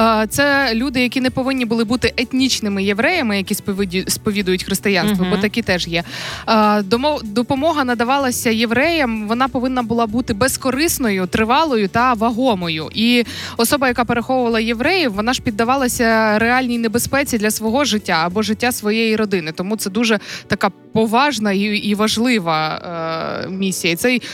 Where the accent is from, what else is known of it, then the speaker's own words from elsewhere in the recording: Zhytomyr Oblast, Ukraine; Є історія з моєї рідної Житомирщини.